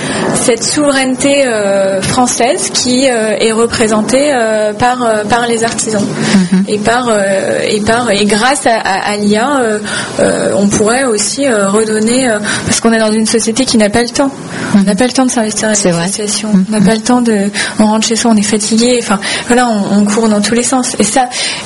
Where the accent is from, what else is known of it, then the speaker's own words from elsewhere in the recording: Brittany, France; J'ai grandi en Bretagne, et le pire que ma grand-mère pouvait dire